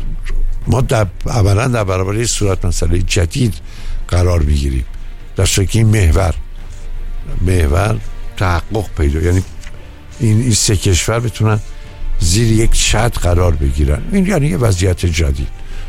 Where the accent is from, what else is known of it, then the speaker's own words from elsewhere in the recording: Iran; ما که ایرانی هستیم و خوب ایران رو میشناسیم،